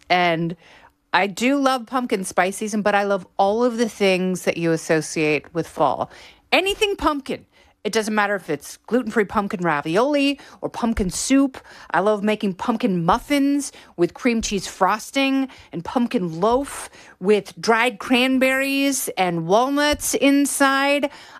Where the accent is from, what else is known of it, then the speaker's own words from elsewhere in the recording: Oregon, United States; growing up in Oregon, you know, childhood, fall, it is just the best thing in the world